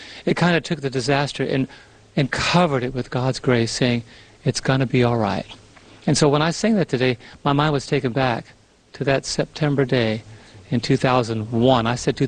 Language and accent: English; New York, United States; moved away; also born or lived in California; being a New Yorker, having a sister working for the fire department